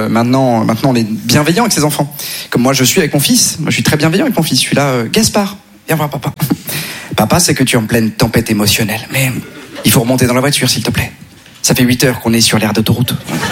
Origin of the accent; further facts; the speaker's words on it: Neuilly-sur-Seine, Île-de-France, France; Moi, donc concrètement, donc je viens de Neuilly, famille nombreuse, mais en plus j'ai été éduqué dans une éducation catho-tradi.